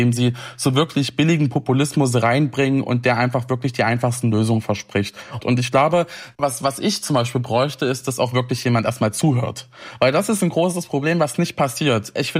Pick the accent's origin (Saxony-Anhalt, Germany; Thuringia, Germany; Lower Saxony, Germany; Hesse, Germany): Saxony-Anhalt, Germany; ich komme ja aus dem Saalkreis, hier ist das Leunawerk, das Chemiewerk